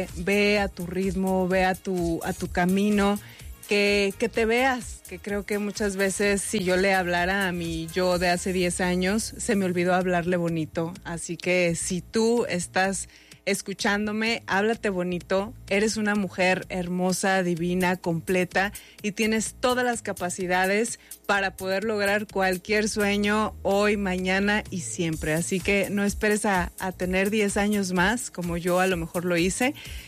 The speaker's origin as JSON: {"language": "Spanish", "region": "Aguascalientes", "country": "Mexico", "moved": "yes", "lives_now": "Guadalajara, Mexico", "said": "más que ser hidrocálida, ya también me considero tapatía"}